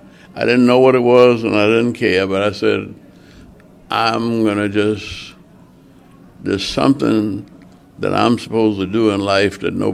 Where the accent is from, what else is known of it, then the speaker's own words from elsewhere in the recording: Louisiana, United States; Because I grew up on Dillard's campus. My mother and father went to Dillard.